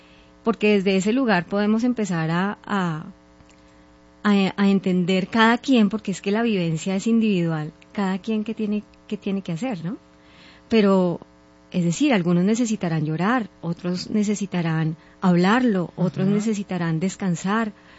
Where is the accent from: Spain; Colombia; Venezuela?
Colombia; nosotros como colombianos todos pasamos por el terremoto